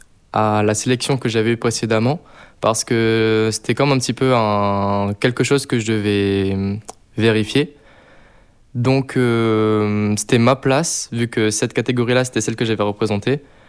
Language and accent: French; New Caledonia; Oui, forcément, on vient d'un petit pays, donc c'est pas le pays le plus connu.